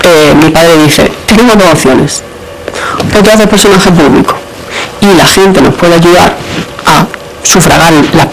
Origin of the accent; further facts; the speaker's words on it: Marbella, Andalusia, Spain; seremos de Marbella, pero no somos ricos ni millonarios.